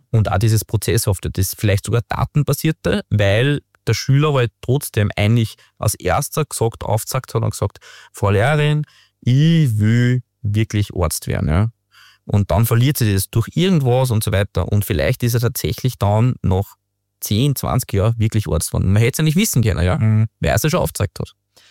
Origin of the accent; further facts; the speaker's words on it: Austria; Wir sind sehr privilegiert bei uns in Österreich.